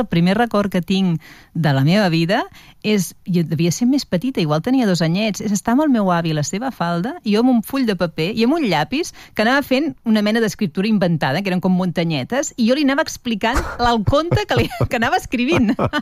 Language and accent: Catalan; Vilafranca del Penedès, Catalonia, Spain; also born or lived in Barcelona; Vam marxar de Barcelona per feina, suposo, per feina del meu pare. Sí, vam anar a parar a Vilafranca del Penedès